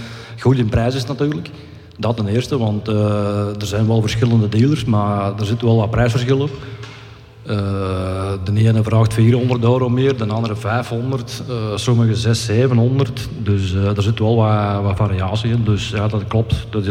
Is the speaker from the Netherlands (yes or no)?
no; Tongerlo, Antwerp, Belgium; Natuurlijk, we zijn zelf van Tongerlo, dus we kennen al veel plaatsen.